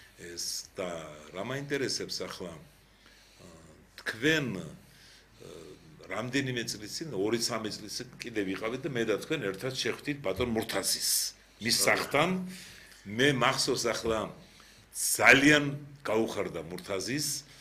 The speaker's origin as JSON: {"language": "Georgian", "town": "Sukhumi", "region": "Abkhazia", "country": "Georgia", "moved": "yes", "said": "მე სოხუმელი ვარ თვითონ"}